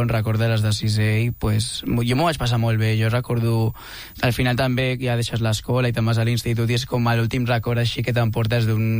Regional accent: Premià, Catalonia, Spain

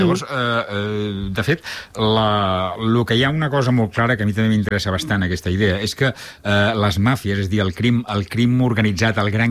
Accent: Reus, Catalonia, Spain; a Reus, jo sóc de Reus

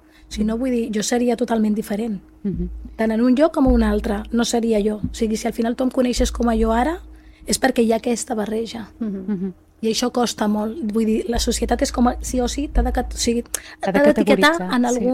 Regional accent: Sant Boi de Llobregat, Catalonia, Spain; moved away as an adult; also born or lived in Morocco; now in Manresa, Spain; jo sóc de Sant Boi de Llobregat, els meus pares viuen allà encara, els meus germans. Jo sóc l'única que fa 13 anys vaig venir a Manresa.

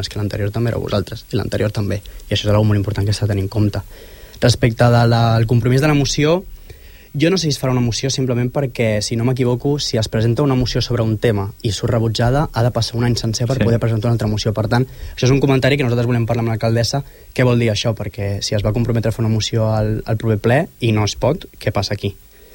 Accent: Sant Boi de Llobregat, Catalonia, Spain; Jo soc de l'Assemblea d'Habitatge, soc de Sant Boi, què et preocupa?

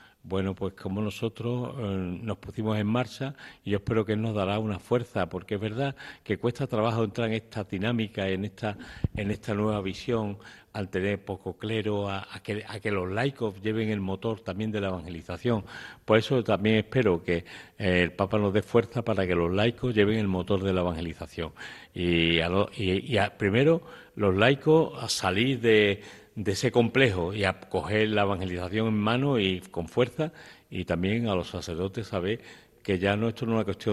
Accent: Canary Islands, Spain

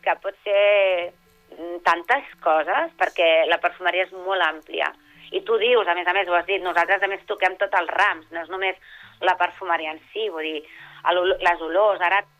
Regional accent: Terrassa, Catalonia, Spain; T'ho dic Terrassa, jo soc de Terrassa.

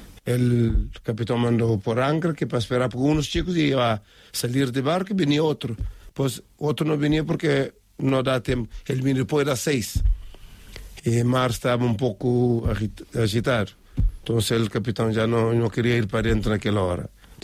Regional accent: Maio, Cape Verde; Spanish is a second language; moved away as an adult; yo soy de Isla de Mayo

